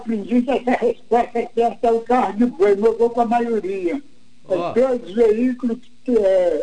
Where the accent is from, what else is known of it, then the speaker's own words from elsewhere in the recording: Oliveira Fortes, Minas Gerais, Brazil; moved away; eu fui criado em Oliveira Forte